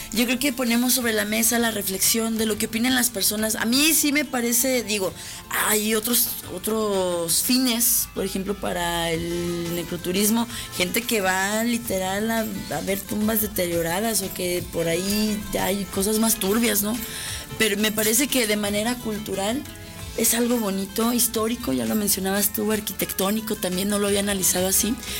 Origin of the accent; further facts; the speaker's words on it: Mexico; nosotros, culturalmente hablando, como mexicanos